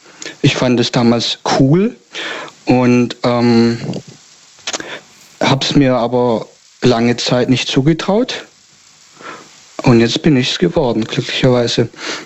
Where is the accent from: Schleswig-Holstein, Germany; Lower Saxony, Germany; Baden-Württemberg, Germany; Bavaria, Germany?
Baden-Württemberg, Germany; Ich komme aus, ja, komm aus der Gegend Stuttgart. Also das ich sag jetzt mal so grob.